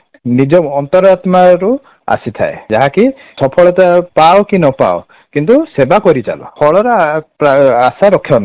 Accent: Odisha, India; 6 ଜଣରୁ ମୁଁ ଓଡ଼ିଶାରୁ ଥିଲି

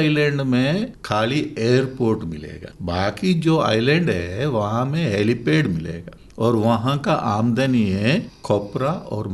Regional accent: Minicoy, Lakshadweep, India; Hindi is a second language; मैं लक्षद्वीप मिनिको में रहने वाला हूँ।

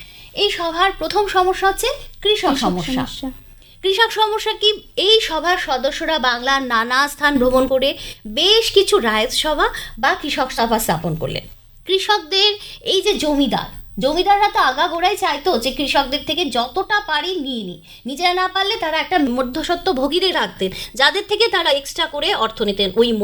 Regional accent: India; কিন্তু আমরা একটা ভারতীয়, আমরা তো জন্ম থেকে ইংলিশ শিখে বড় হইনি, আমাদের মাতৃভাষা আমরা পড়াশোনা করেছি

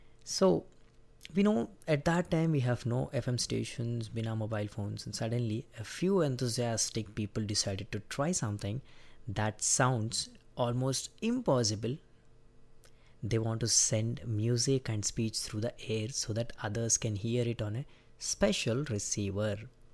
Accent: India

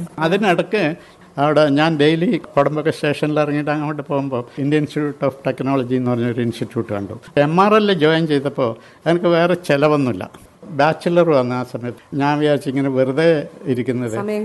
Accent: Kerala, India; Chennai petroleum Madras refineries തന്നെ, പക്ഷേ തമിഴല്ല, ഞാൻ മലയാളിയാണ്.

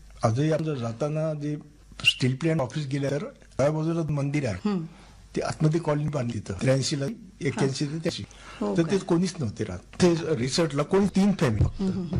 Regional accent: Buldhana, Maharashtra, India; अजून आमच्या घरी बुलढाणा मी असताना

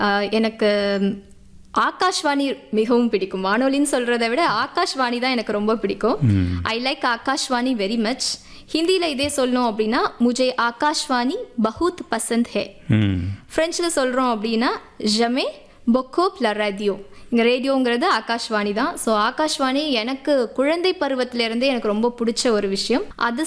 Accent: Puducherry, India; born there; என்னோட தாய்மொழி தமிழ் தான்.

